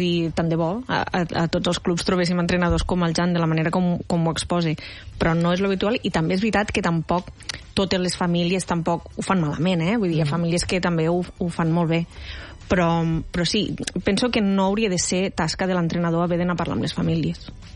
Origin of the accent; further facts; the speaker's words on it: Cervera, Catalonia, Spain; jo que vinc de Cervera